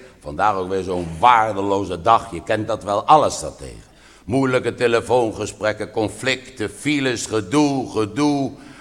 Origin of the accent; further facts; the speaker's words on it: The Hague, South Holland, Netherlands